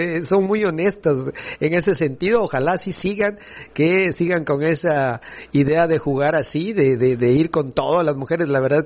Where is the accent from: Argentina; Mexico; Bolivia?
Mexico; Como mexicanos de bien